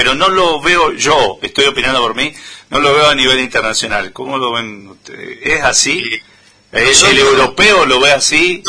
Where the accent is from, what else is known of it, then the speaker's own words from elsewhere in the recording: Argentina; Nosotros somos los argentinos muy pasionales